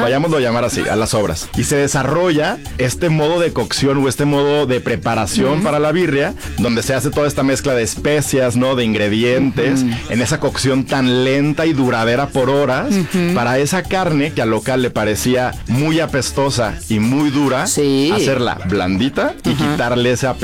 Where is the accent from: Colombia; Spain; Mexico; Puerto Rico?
Mexico; Y el mexicano, pues le encontramos sabor a limón y a chile.